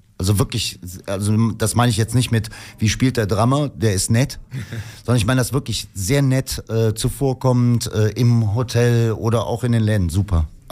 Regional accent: Cologne, North Rhine-Westphalia, Germany; also born or lived in Bonn; Ich bin eigentlich Urkölner und ich bin nur deswegen Bonner. Und meine Frau zieht mich die ganze Zeit damit auf, dass ich Bonner bin, weil meine Mutter in die Uniklinik gefahren ist. 40 Kilometer, um mich zu gebären.

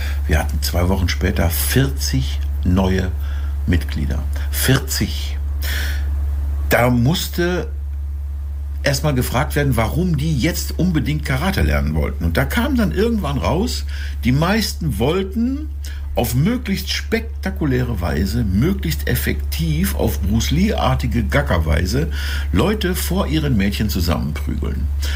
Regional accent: Lingen, Lower Saxony, Germany; Wie keiner weiß, stamme ich aus Lingen und zur 1000-Jahr-Feier hatten wir dort vom örtlichen Kyokushinkai-Verein eine Vorführung auf dem Marktplatz.

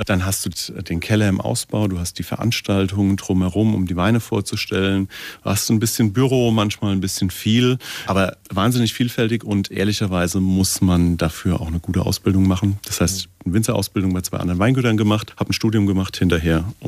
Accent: Rhineland-Palatinate, Germany; Ich bin ja an der Stadtgrenze groß geworden.

